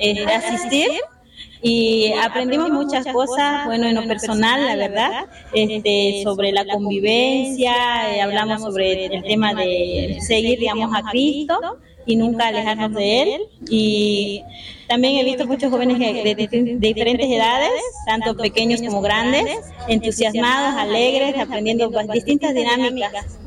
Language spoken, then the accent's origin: Spanish; Santa Cruz, Bolivia; soy de Santa Cruz, Bolivia.